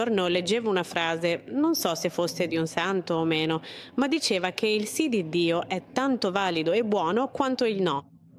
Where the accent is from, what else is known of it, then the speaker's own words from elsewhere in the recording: Colombia; Italian is a second language; innanzitutto sono colombiana.